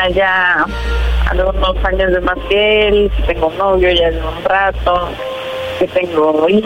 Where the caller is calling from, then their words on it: Mexico City, Mexico; Tengo 29 y soy de la Ciudad de México.